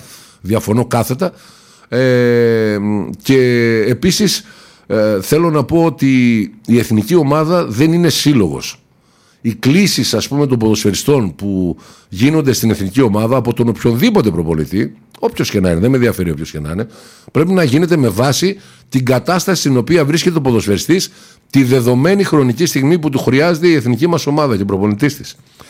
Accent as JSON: {"language": "Greek", "country": "Greece", "said": "Οπότε θεωρώ ότι εμείς οι νεοέλληνες, το πρώτο πράγμα που πρέπει να αλλάξουμε"}